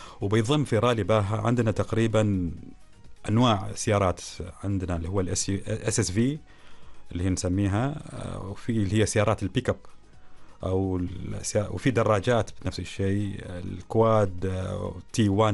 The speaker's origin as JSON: {"language": "Arabic", "country": "Oman"}